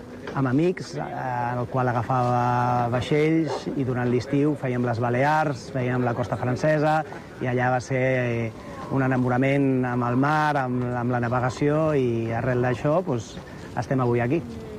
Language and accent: Catalan; Barcelona, Catalonia, Spain; tinc 44 anys, soc de Barcelona